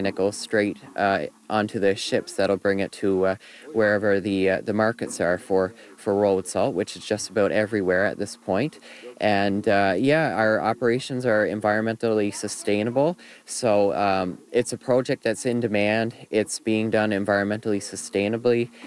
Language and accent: English; St. George's, Newfoundland and Labrador, Canada; I'm from St. George's, yeah.